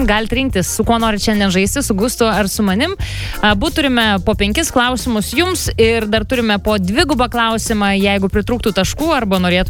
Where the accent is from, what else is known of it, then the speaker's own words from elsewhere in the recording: Pasvalys, Panevėžys County, Lithuania; Ne, aš iš Pasvalio.